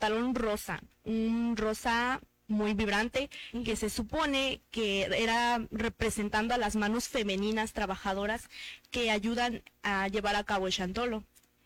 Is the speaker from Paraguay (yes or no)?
no; Huazalingo, Hidalgo, Mexico; como somos originarias de Guasalingo